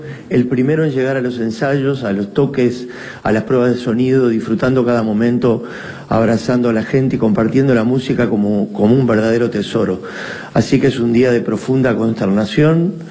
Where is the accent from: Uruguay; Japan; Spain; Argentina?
Uruguay